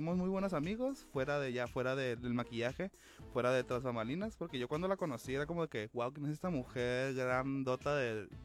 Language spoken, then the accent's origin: Spanish; Los Cabos, Baja California Sur, Mexico; moved away as an adult; also born or lived in La Paz, Mexico; now in Ensenada, Mexico; Tengo 26 añitos, casi 27, y soy originario de Los Cabos, Baja California Sur, pero ya tengo casi 3 añitos aquí en Ensenada.